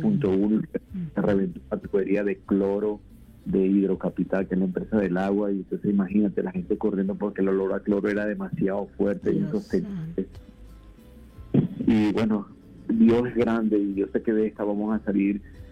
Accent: Venezuela; todas estas cosas que están pasando en mi país, pues, lamentablemente, dos golpes bien fuertes, muy, muy fuertes. Mi familia vive en La Guaira, uno de los estados que está muy afectado

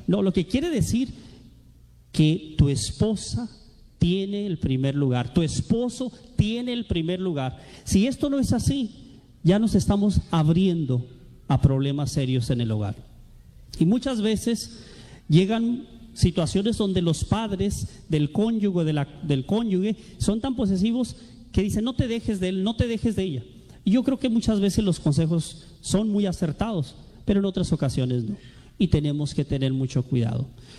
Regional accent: Tijuana, Baja California, Mexico; born there; Ellos están ahí en el sur de México. Yo nací aquí en Tijuana y solamente mi mamá y yo.

